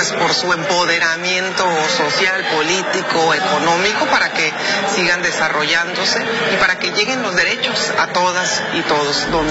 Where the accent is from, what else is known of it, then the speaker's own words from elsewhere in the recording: Baja California, Mexico; nuestra esencia como mexicanas y mexicanos, y también como bajacalifornianos.